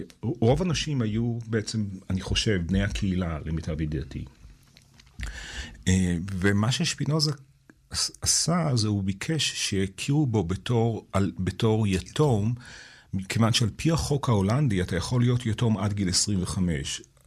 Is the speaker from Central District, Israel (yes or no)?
no; Bnei Brak, Tel Aviv District, Israel; moved away as an adult; now in United States; אני גדלתי בבני ברק על הגבול שבין העולם של הכיפות הסוגות לעולם החרדי. תקופה מסוימת עזבתי את העולם הדתי, חזרתי אליו.